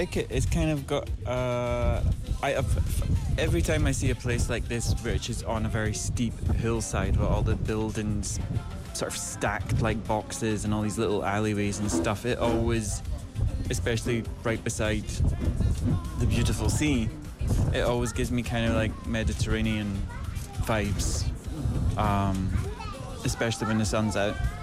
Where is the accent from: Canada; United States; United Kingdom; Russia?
United Kingdom; Scotland; now in Taiwan; I'm from Scotland.